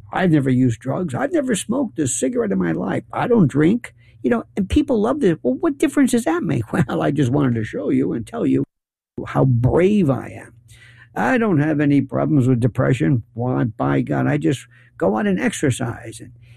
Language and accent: English; United States; as an American